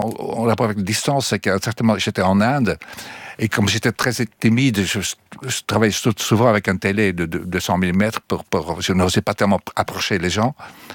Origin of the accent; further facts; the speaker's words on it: Belgium; moved away; Je dis ça aussi parce que faut pas oublier que quand moi j'ai quitté la Belgique, j'ai commencé à quitter en 62, 63